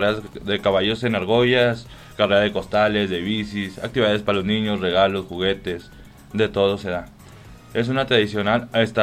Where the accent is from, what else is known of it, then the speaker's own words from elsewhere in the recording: Mexico; yo soy de la Concordia, toda mi vida ha sido de ahí, gracias a Dios.